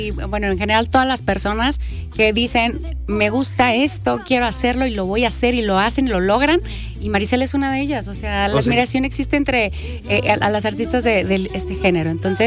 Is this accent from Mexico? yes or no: yes; Durango, Mexico; Yo soy de Durango, Durango.